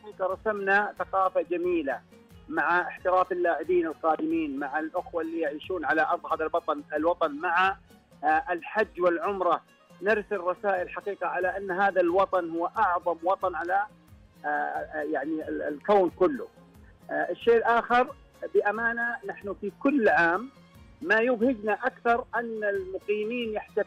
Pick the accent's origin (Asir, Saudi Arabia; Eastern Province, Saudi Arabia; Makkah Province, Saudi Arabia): Eastern Province, Saudi Arabia; أنا أكلمك ما بين الرياض والشرقية أنا من أهل الشرقية وعملي في الرياض